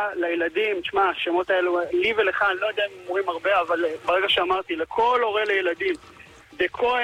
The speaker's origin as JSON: {"language": "Hebrew", "town": "Jerusalem", "region": "Jerusalem District", "country": "Israel", "tie": "born or raised there", "said": "אני גדלתי בירושלים"}